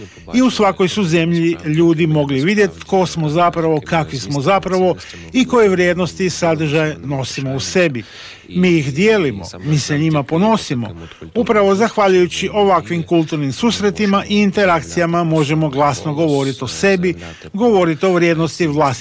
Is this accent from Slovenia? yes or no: no; Ukraine; Baš kao i Hrvati, i mi smo Ukrajinci, imamo hrabrosti biti svoji i razgovarati sa svijetom kroz vlastitu kulturu.